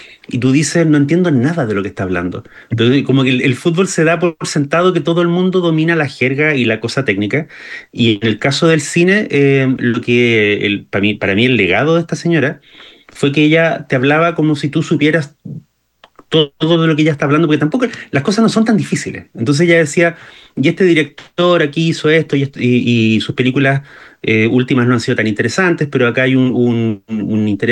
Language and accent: Spanish; Temuco, Araucanía, Chile; now in Santiago, Chile; cuando yo me mudé de Temuco a Santiago, que es la capital